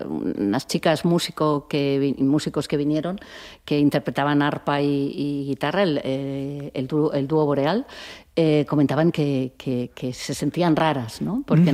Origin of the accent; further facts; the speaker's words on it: Spain; No, porque soy español, no soy extranjero.